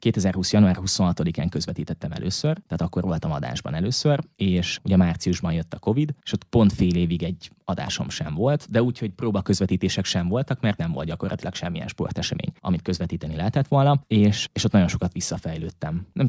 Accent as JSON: {"language": "Hungarian", "town": "Hódmezővásárhely", "region": "Csongrád-Csanád", "country": "Hungary", "said": "Én Hódmezővásárhelyi vagyok"}